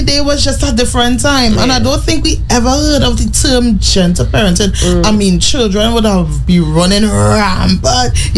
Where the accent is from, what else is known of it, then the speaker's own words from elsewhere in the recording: Tobago, Trinidad & Tobago; we're Caribbean girlies and we grew up right here in Tobago, right?